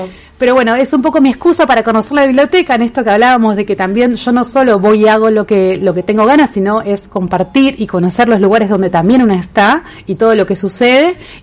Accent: Argentina; somos del mismo país en este caso, porque yo por ahora estoy viajando por el país

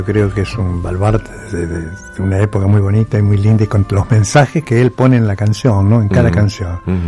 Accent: Santa Fe, Argentina

